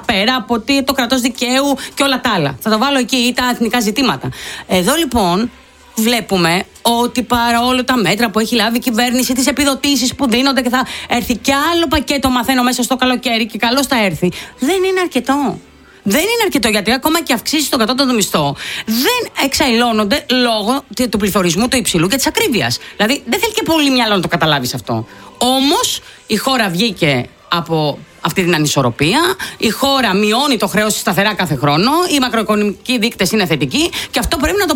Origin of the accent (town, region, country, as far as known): Greece